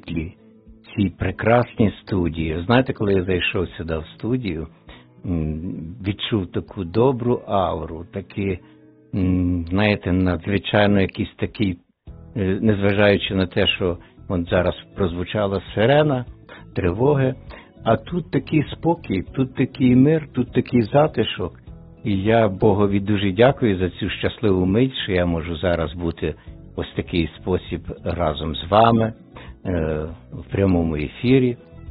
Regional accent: Matsoshyn, Lviv Oblast, Ukraine; Я народився на Львівщині. Таке село є, і нас, я знаю, зараз слухають мої односельчани. Є таке село Мацошин. Це Жовківський район. Народився я в багатодітній сім'ї.

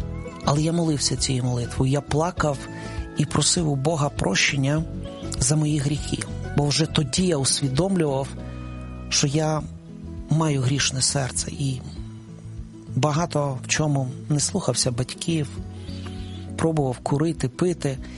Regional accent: Kyiv, Ukraine; я виріс на Троєщині, в Києві на Троєщині, і в нашому кінотеатрі показували фільм «Ісус».

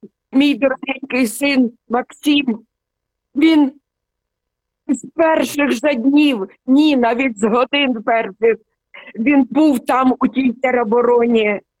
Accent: Sumy, Sumy Oblast, Ukraine; moved away as an adult; now in Denmark; Я корінна сумчанка. Я народилася в місті Суми. Тут народилися мої діти, мої онуки і мої правнуки. І я дуже люблю своє місто Суми.

